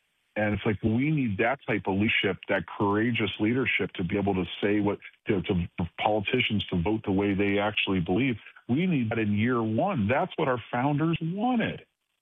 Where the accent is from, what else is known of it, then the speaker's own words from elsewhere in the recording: Cleveland, Ohio, United States; Cleveland, Ohio, my hometown